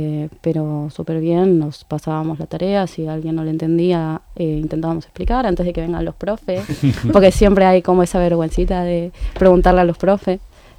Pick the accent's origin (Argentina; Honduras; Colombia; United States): Argentina; moved away as an adult; now in Galicia, Spain; yo soy argentina, estoy acá en Galicia hace casi 3 años. Vine en principio para estudiar